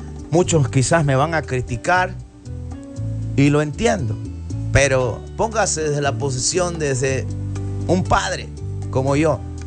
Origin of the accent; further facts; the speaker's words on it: Ecuador; De Ecuador, mi querida Cecilia Rosa, de Ecuador. Sí, somos de Ecuador.